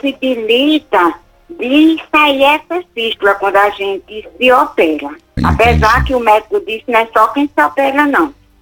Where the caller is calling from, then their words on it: Crato, Ceará, Brazil